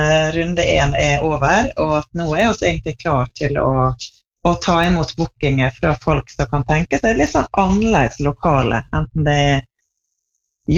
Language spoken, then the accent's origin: Norwegian; Tresfjorden, Møre og Romsdal, Norway; Jeg vokste opp I Tresfjorden, som da på andre siden av fjellet.